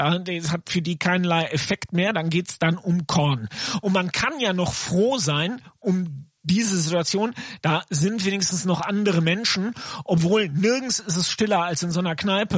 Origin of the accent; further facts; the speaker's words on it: North Rhine-Westphalia, Germany; als Sauerländer